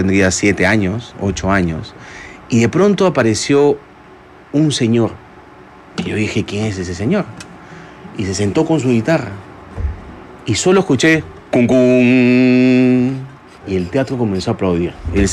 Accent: Peru; en el Perú entero, en la costa, en la sierra y en la selva de nuestro país.

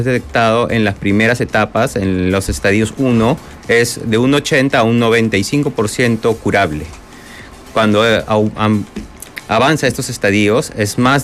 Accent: Peru

